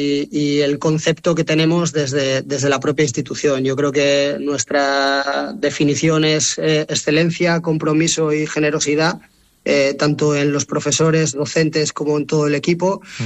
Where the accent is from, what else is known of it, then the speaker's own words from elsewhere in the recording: Asturias, Spain; moved away as an adult; also born or lived in United States / Dominican Republic / Madrid; para mí es un sueño volver a Asturias